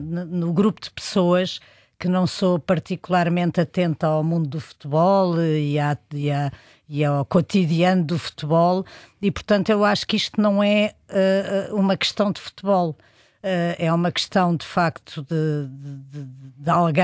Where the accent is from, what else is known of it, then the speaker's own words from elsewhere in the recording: Portugal; como portuguesa, fiquei triste e fico triste com isto.